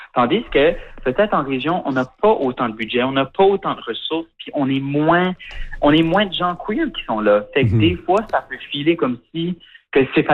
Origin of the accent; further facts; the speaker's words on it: Shediac, New Brunswick, Canada; now in Montreal, Canada; moi j'ai grandi à Shediac au Nouveau-Brunswick.